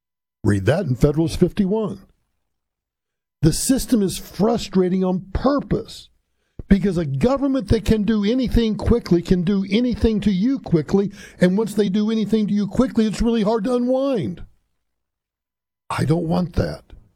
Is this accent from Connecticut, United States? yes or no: no; Colorado, United States; Let me bring it home to my home state of Colorado.